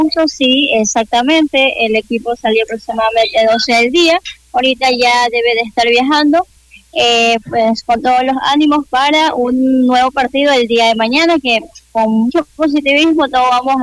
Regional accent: Coast, Ecuador; como los costeños que nosotros somos

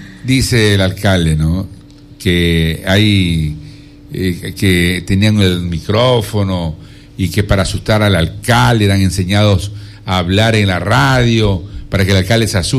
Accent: Quevedo, Los Ríos, Ecuador; Yo soy de Quevedo, ¿no?

